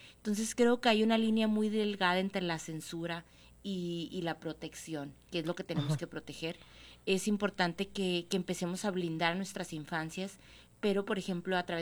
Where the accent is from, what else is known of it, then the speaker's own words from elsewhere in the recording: Santana, Colombia; Yo soy de Santana y en Santana hay una página que se llama Santana a través de mis pasos.